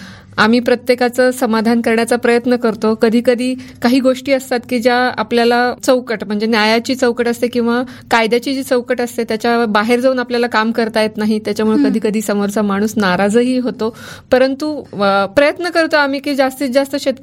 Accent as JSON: {"language": "Marathi", "town": "Barshi", "region": "Maharashtra", "country": "India", "tie": "born or raised there", "said": "तर ती आमची भगवंताची बार्शी आहे. माझं बालपण 12वीपर्यंतचं शिक्षण तिथेच झालेलं आहे."}